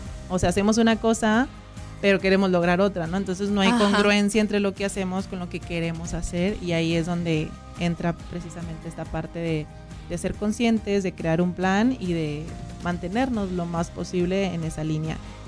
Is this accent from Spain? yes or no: no; Camargo, Mexico; Porque viajé, uh-huh, soy originaria de Camargo, entonces, okay, vengo de allá, vengo de carretera.